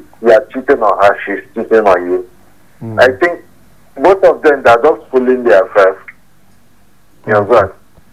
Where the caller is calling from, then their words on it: Nigeria; calling from Tidongwada.